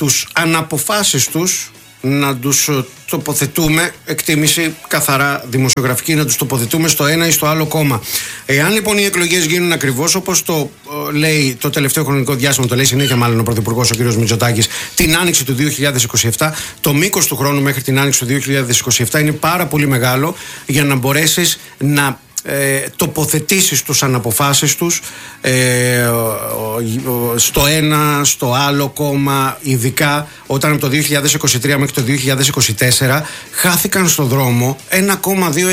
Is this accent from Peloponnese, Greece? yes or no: yes; Molaoi, Peloponnese, Greece; moved away; στην ιδιαίτερη πατρίδα μου, στους Μολάους Λακωνίας.